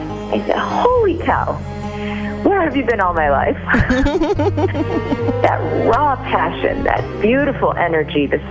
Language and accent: English; Chicago, Illinois, United States; being a Chicagoan. I was born and raised here, even though my parents were from Korea, North and South, respectively.